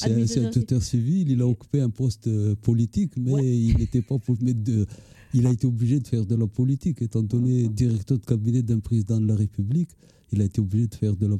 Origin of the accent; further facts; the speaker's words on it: Toamasina, Atsinanana, Madagascar; born there; Je suis né à Tamatave